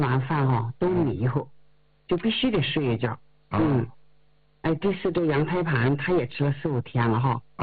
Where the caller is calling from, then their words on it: Anshan, Liaoning, China; 我是鞍山的。